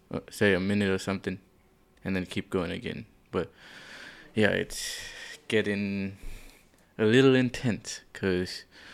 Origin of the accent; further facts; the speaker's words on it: Darwin, Northern Territory, Australia; We're the ones from Darwin, and then we meet the other squad down there.